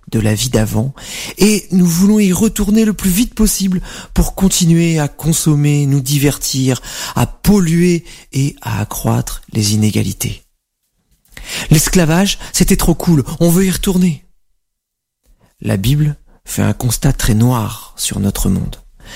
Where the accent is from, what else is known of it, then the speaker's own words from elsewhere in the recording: France; En tant que Français